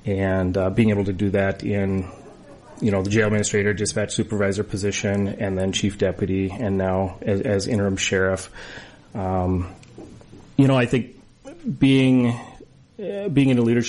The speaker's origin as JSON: {"language": "English", "town": "Bloomington", "region": "Minnesota", "country": "United States", "tie": "born or raised there", "lives_now": "Cook County, United States", "said": "So I grew up in Bloomington, Minnesota, moved up to Cook County in 2003 with my wife, who grew up here."}